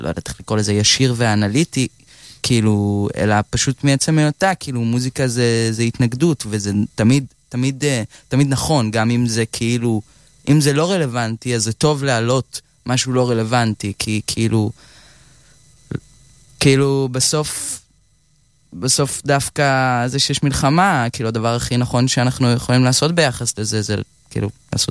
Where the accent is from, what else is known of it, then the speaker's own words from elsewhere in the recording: Hadera, Haifa District, Israel; בטח. אני גדלתי בחדרה, נולדתי ב-2002, אני בת 24, זה מה שזה אומר.